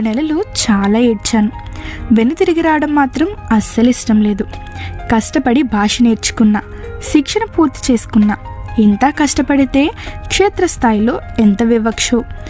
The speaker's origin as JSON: {"language": "Telugu", "town": "Talagam", "region": "Andhra Pradesh", "country": "India", "tie": "born or raised there", "said": "మాది విజయనగరం జిల్లాలోని వంగర మండలం తలగాం గ్రామం."}